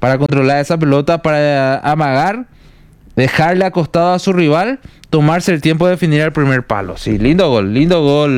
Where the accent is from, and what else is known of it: Paraguay